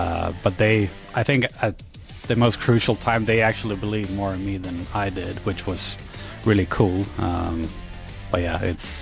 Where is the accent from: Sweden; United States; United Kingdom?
Sweden; English is a second language; It was more like small companies where I grew up in Sweden that, you know, chipped in here and there.